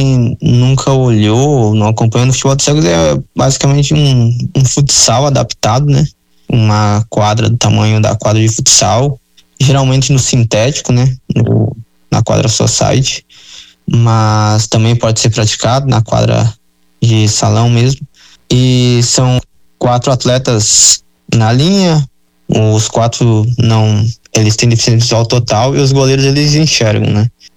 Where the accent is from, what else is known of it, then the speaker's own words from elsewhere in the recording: Rio Grande do Sul, Brazil; moved away as an adult; now in Canoas, Brazil; eu sou do interior do Rio Grande do Sul, aí cidade do interior ela não tem muito o contato com o esporte paralímpico, né?